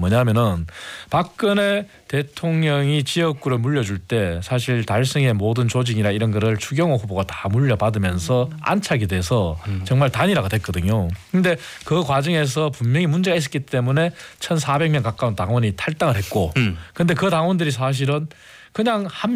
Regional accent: Daegu, South Korea; 아 그렇습니다. 뭐 대구 출신이고

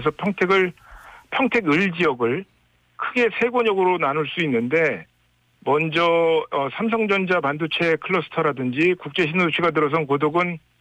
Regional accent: Pyeongtaek, Gyeonggi Province, South Korea; 제가 태어난 고향 팽성이라는 곳은 세계 최대 미군기지 캠프 험프리스가 있는 곳이고 농업진흥구역 중심인데 산단이 하나 있긴 하지만 주로 농업기반 도시고요.

